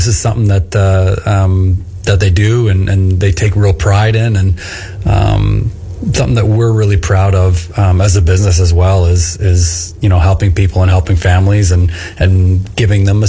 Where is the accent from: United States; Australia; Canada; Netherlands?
Canada; Cobourg, Ontario; now in Port Hope, Canada; it's my hometown